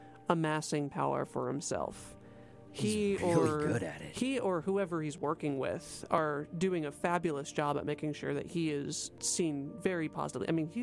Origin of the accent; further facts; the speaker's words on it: United States; coming in as an American